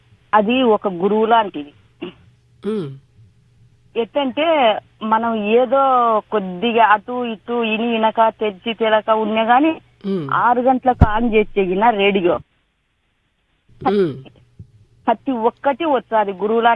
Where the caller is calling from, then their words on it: Rudravaram, Andhra Pradesh, India; మాది ఇక్కడ నంద్యాల జిల్లా మేడం, నా రుద్రవరం